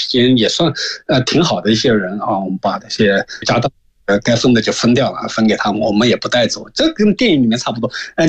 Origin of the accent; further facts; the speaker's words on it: China; 我不是一个国人，我是一个中国人，